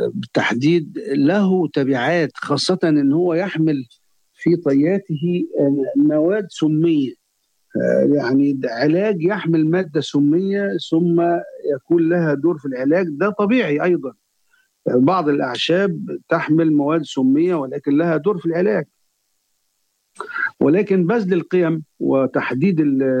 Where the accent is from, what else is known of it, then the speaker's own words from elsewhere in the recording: Sharqia Governorate, Egypt; born there; في الريف عندنا في الشرقية.